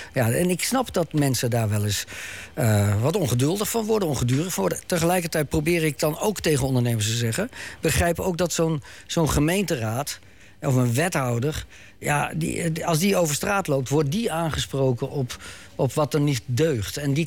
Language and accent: Dutch; North Holland, Netherlands; Ik kom zelf uit Noord-Holland. Noord nog wel, boven Amsterdam.